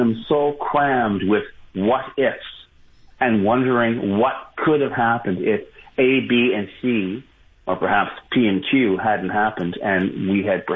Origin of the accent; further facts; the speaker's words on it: Montreal, Quebec, Canada; There was a time I really was proud to say I was from Montreal.